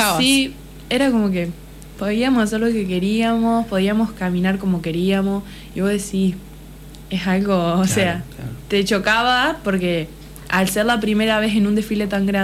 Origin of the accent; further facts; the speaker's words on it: Valle María, Entre Ríos, Argentina; Yo soy de Valle María.